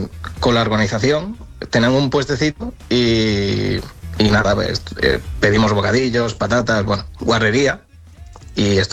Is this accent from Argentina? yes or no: no; Spain; Soy el primer español que participa en ello.